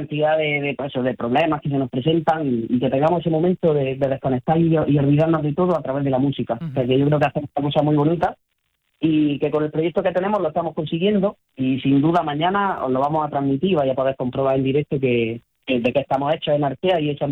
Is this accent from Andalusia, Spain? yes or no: yes; Granada, Andalusia, Spain; moved away as an adult; Yo soy de Granada y me mudé por estas tierras hace 3 añitos.